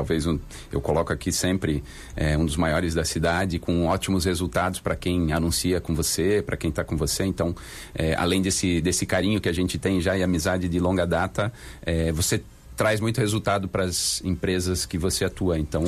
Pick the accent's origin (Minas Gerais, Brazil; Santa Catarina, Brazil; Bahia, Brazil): Santa Catarina, Brazil; Piçarras; now in São Francisco do Sul, Brazil; nós saímos de Piçarras como família há 34 anos atrás. E a gente está lá em São Francisco do Sul há 33 anos.